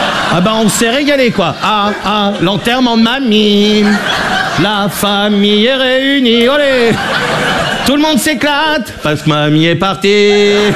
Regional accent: Brittany, France; je suis breton, j'ai 20 ans.

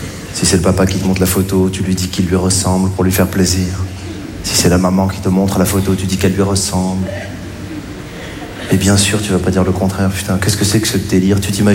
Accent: Morocco; born there

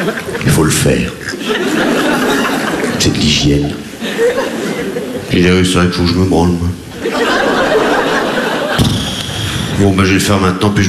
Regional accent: Réunion; parce que moi à l'époque quand j'étais gamin, mes ennemis à la Réunion c'était les surfeurs.

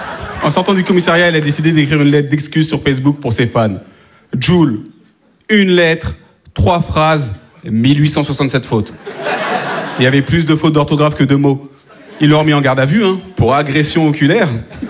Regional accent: France; born there; Je lui dis non madame, je suis pantillais, je suis d'origine malienne. Elle me dit c'est bizarre parce que vous parlez bien français. J'ai dit, madame, si je parle bien français, c'est peut-être parce que je suis né en France

